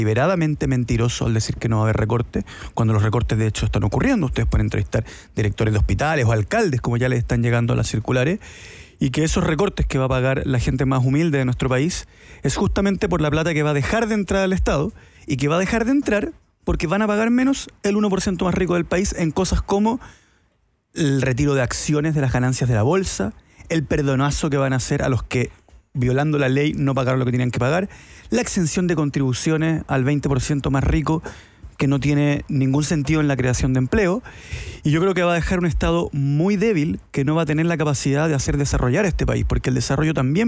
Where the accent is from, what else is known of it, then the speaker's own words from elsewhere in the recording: Chile; Como chileno, el argentino es tu hermano.